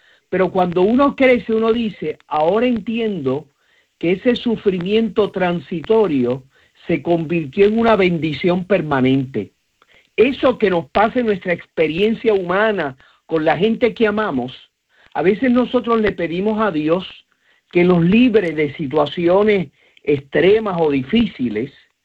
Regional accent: Puerto Rico; buenos días a todo mi pueblo de Puerto Rico.

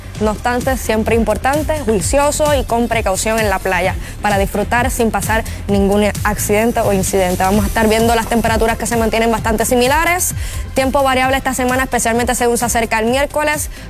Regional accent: Cabo Rojo, Puerto Rico; comenzando con mi pueblo, Cabo Rojo

